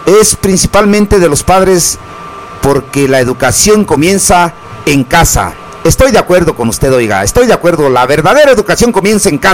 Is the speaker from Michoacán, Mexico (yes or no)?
yes; Cherán, Michoacán, Mexico; Aquí vivimos en un pueblo. Es el pueblo de Cherán. No nos empecemos a comparar. Nosotros somos de Cherán.